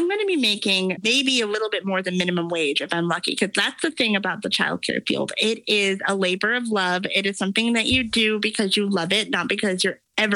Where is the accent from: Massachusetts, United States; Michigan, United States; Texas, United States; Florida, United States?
Michigan, United States; now in California, United States; I'm from Michigan.